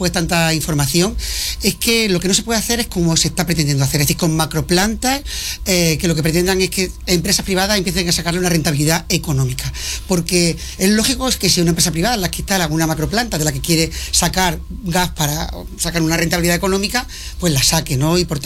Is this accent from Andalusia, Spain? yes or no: yes; Andújar, Andalusia, Spain; a 1 kilómetro de mi pueblo, de Andújar